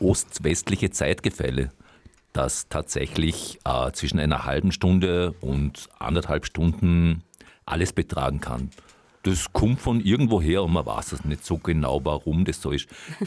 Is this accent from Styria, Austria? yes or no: no; Vorarlberg, Austria; Ich sage immer, was hat mich verraten als Vorarlberger?